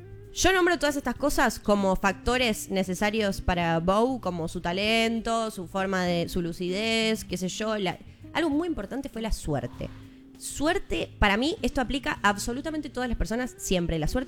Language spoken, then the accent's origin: Spanish; San Miguel, Buenos Aires Province, Argentina; born there; Nací en San Miguel